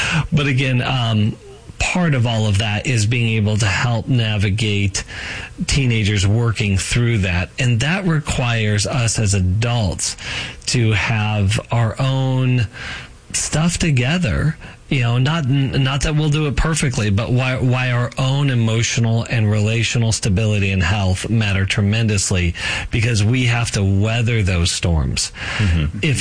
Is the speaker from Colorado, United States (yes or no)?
yes; Colorado, United States; born or raised there